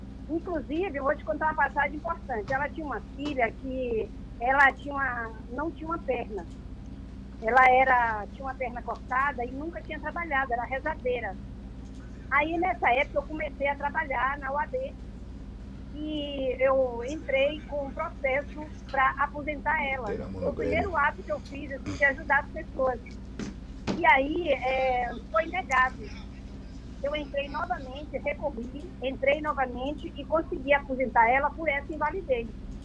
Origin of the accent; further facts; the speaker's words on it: Brazil; born there; now in Anápolis, Brazil; Nasci em Gabiá. Fui pegada por parteira.